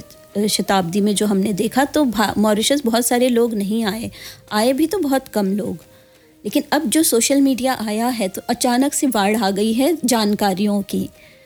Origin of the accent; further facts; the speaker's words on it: Rajasthan, India; जी मैं राजस्थान से हूँ, तो वहाँ जोत लेने का महत्व है।